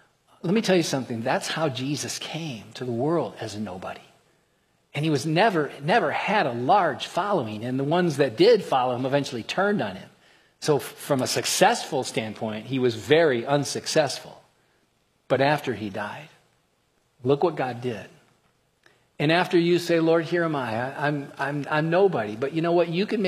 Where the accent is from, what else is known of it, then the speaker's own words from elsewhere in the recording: New Jersey, United States; I'm from New Jersey and I'm escaping the storm.